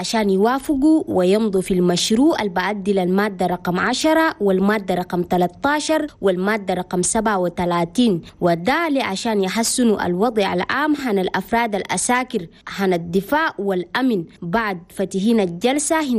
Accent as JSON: {"language": "Arabic", "country": "Chad"}